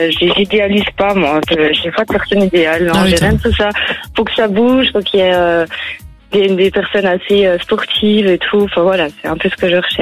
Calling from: Besançon, Bourgogne-Franche-Comté, France; Je viens de Besançon.

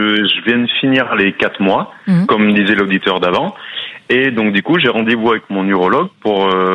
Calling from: Issoire, Auvergne-Rhône-Alpes, France; D'Issoire.

